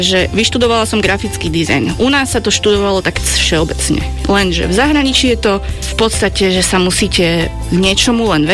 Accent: Kokšov-Bakša, Košice Region, Slovakia; moved away as an adult; also born or lived in Bratislava / Canada; now in Pezinok, Slovakia; pochádzam z Košíc, narodila som sa v Košiciach, ale vyrastala som v Kokšov-Bakši, je to dedina pri Košiciach, to je moje detstvo. Odišla som v 19. na do Bratislavy

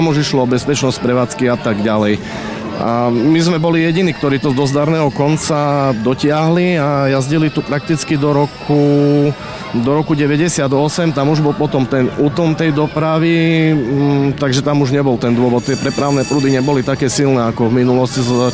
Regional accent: Košice, Košice Region, Slovakia; ja som býval na sídlisku nad jazerom, som rodak z Tamadial

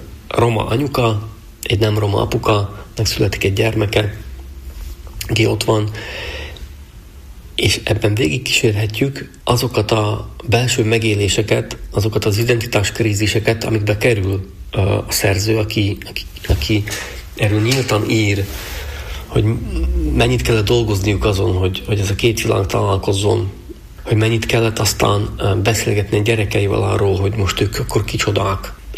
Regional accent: Slovakia; Van egy magyar nemzetiségünk, és van egy szlovák állampolgárságunk. Szlovákiában kisebbségként élünk, de hát megyünk Magyarországra, ott meg külhoniak vagyunk.

